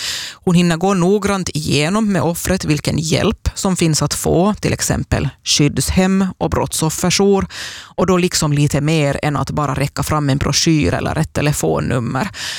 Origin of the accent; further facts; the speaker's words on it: Ostrobothnia, Finland; Både du och jag är ju österbottningar